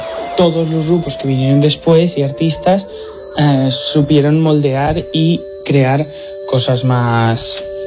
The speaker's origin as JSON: {"language": "Spanish", "town": "Binéfar", "region": "Aragon", "country": "Spain", "said": "Hola, buenas … de Binefar, un pueblo de Huesca"}